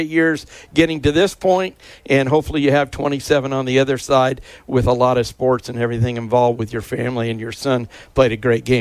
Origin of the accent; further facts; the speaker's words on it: Wabash, Indiana, United States; born there; moved away; also born or lived in Peru, Indiana; I can remember growing up in Wabash and then coming to Peru, and I was always a Peru Tiger after that.